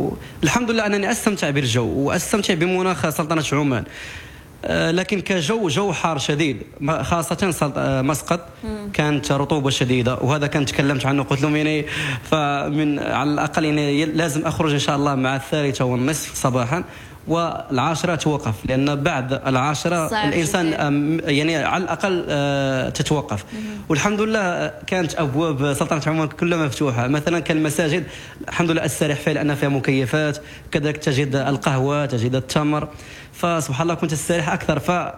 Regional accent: Morocco; وخاصة يعرفونك أنك من دولة المغرب

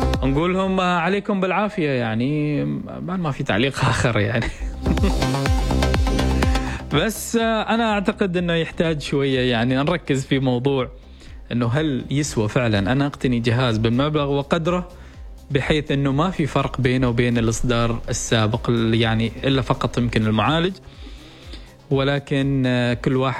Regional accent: Oman; عندنا في سلطنة عمان

